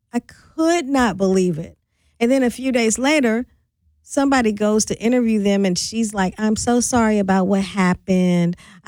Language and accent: English; St. Louis, Missouri, United States; I'm originally from St. Louis.